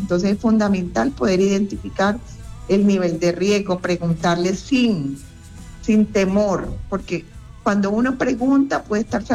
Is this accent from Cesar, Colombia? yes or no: no; Cartagena, Bolívar, Colombia; now in Medellín, Colombia; yo soy de Cartagena, pero lastimosamente no vivo en Cartagena